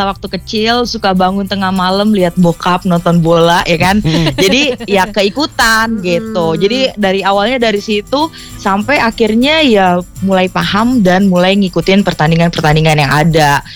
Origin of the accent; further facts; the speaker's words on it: Depok, West Java, Indonesia; moved away; also born or lived in Balikpapan, East Kalimantan; Sebenarnya aku asli Depok, Jawa Barat, tapi aku menikah dengan seorang pria Balikpapan, Kalimantan Timur.